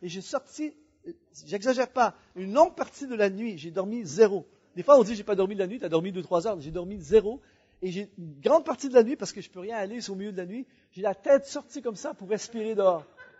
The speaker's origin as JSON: {"language": "French", "country": "Canada", "said": "J'ai fini la tournée. Je suis retourné chez nous au Canada."}